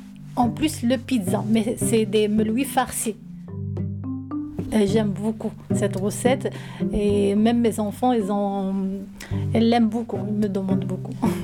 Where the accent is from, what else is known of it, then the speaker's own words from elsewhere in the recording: Morocco; French is a second language; Je suis une Marocaine, mariée à